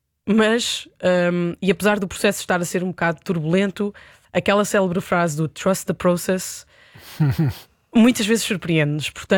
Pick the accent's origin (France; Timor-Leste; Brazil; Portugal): Portugal; Coimbra, Centro; born there; Nasci em Coimbra, vivo em Coimbra.